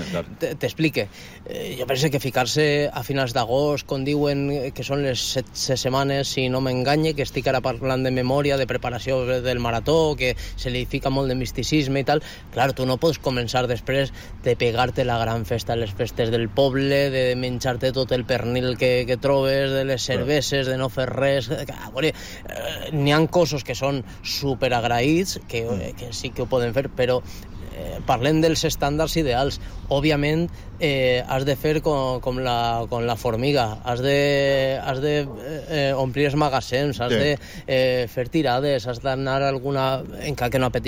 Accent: L'Eliana, Valencian Community, Spain

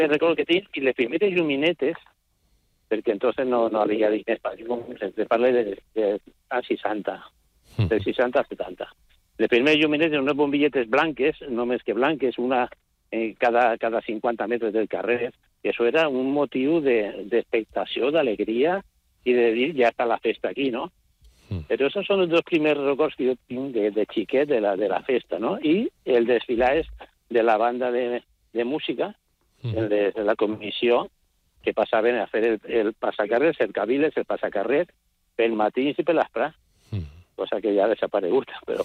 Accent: Alicante, Valencian Community, Spain; la foguera del meu barri, el Portuari Pla del Bon Repòs

